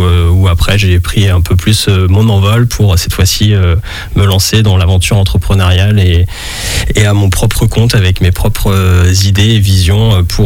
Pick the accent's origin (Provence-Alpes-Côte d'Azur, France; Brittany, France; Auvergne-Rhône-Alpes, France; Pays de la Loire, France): Pays de la Loire, France; Challans; j'ai grandi à Chalon et j'ai découvert le milieu nautique, le milieu marin à Saint-Jean-de-Mont, la plage la plus proche.